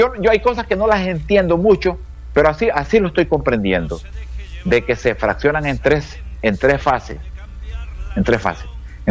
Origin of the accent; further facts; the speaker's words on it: Honduras; ¿Usted cree que yo como hondureño no estoy esperando que estas cosas mejoren? Yo como hondureño estoy esperando que esto mejore.